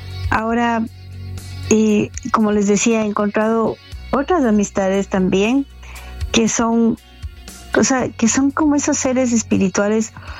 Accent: Ecuador; moved away; donde yo crecí, Ecuador

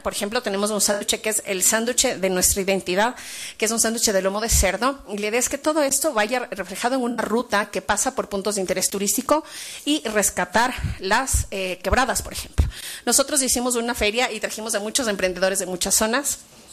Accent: Quito, Pichincha, Ecuador; born there; Yo soy quiteña de nacimiento

